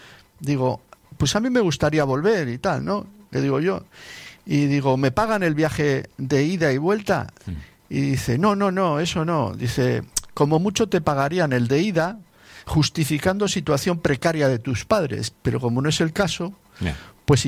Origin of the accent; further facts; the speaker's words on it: San Andrés de Giles, Buenos Aires Province, Argentina; born there; moved away; No lo olvido. En primer lugar, bueno, porque es donde yo nací, lo quiero mucho, lo sigo queriendo